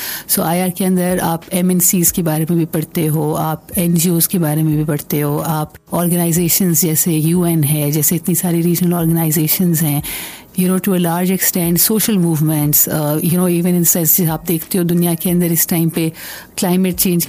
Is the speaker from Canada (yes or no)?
no; Pakistan